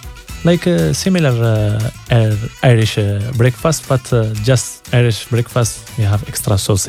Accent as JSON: {"language": "English", "country": "Morocco", "second_language": "English", "moved": "as an adult", "lives_now": "Ballyhaunis, Ireland", "said": "from Morocco. I have been living in Ireland for 3 years. I am married. I have 3 kids. I live in Ballyhonus."}